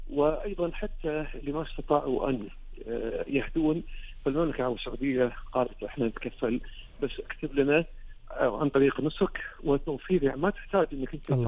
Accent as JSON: {"language": "Arabic", "country": "Kuwait", "said": "وأيضا مدير الحج عندنا في الكويت"}